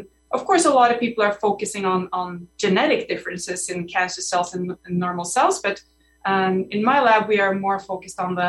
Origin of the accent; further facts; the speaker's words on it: Norway; moved away as an adult; I'm Norwegian. I grew up in Norway, and I did my undergraduate there and most of my graduate studies there.